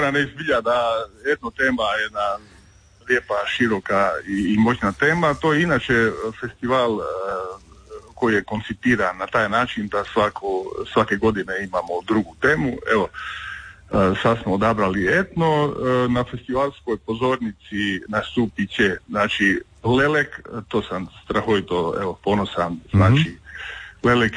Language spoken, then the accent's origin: Croatian; Primorje-Gorski Kotar County, Croatia; Ja sam rodom iz Jadrana